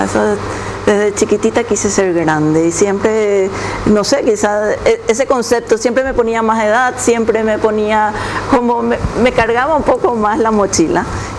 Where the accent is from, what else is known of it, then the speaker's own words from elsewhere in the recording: Coronel Oviedo, Caaguazú, Paraguay; born there; now in Asunción, Paraguay; yo nací en Coronel Oviedo